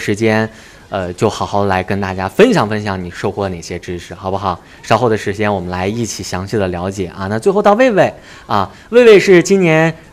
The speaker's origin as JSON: {"language": "Chinese", "region": "Hubei", "country": "China", "tie": "born or raised there", "said": "我一放暑假我就能回老家了。我老家在湖北，所以说每一年我就可以跟我老家的好伙伴一起玩耍。"}